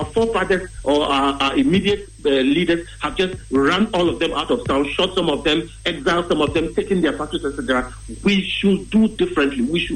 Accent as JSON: {"language": "English", "country": "Ghana"}